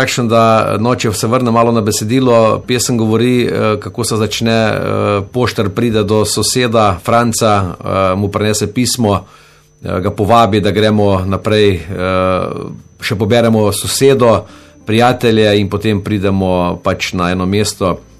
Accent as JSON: {"language": "Slovenian", "region": "White Carniola", "country": "Slovenia", "said": "Prihajam iz Bele krajine, kot tudi vsi ostali člani."}